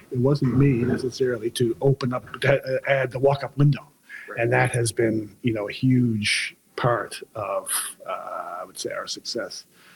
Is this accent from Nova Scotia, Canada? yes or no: yes; Halifax, Nova Scotia, Canada; now in St. John's, Canada; I'm originally from Halifax. My wife, Nancy, was born and raised in St. John's. We lived away for a long time and moved back to St. John's in 2013.